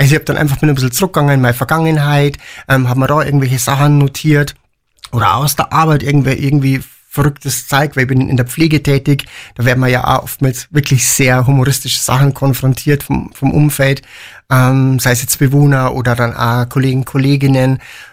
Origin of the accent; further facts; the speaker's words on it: Piding, Bavaria, Germany; ihr werdet euch eh schon alle denken, genau, ich bin aus Pieding.